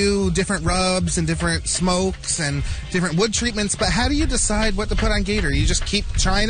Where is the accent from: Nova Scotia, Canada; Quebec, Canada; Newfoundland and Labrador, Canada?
Newfoundland and Labrador, Canada; As someone who's lived in Labrador my whole life